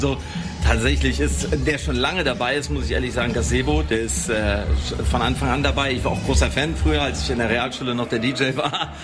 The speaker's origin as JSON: {"language": "German", "region": "North Rhine-Westphalia", "country": "Germany", "said": "Also tatsächlich komme ich aus der Nähe von Köln"}